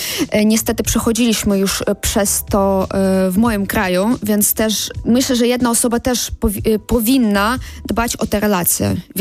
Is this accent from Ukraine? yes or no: yes; Ukraine; now in Poland; jestem z Ukrainy